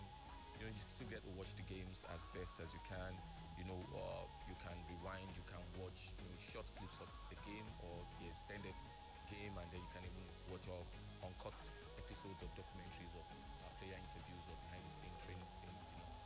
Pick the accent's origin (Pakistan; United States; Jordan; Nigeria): Nigeria